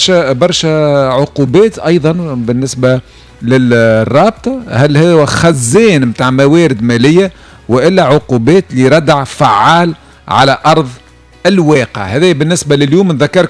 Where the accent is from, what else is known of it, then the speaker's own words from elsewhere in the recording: Tunisia; شنو اللي عندنا في تونس